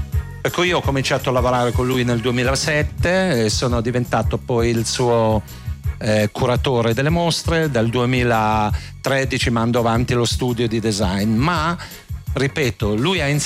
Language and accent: Italian; Switzerland; siamo cresciuti insieme in Svizzera